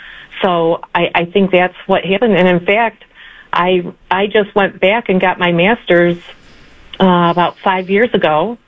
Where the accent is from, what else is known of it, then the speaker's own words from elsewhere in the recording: Michigan, United States; Well, you know, I grew up in Southeast Michigan